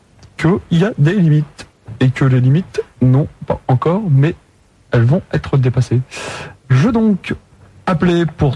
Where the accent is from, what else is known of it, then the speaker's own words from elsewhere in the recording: Mâcon, Bourgogne-Franche-Comté, France; Je suis de Mâcon.